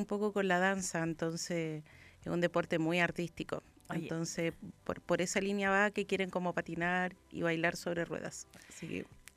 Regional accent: Argentina; moved away as an adult; now in San Joaquín, Chile; Soy argentina

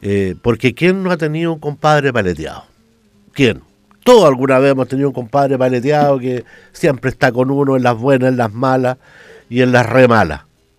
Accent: Chile; ¿Cómo somos los chilenos?

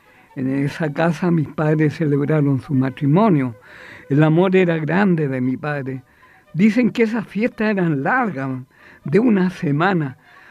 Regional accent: Chile; born there

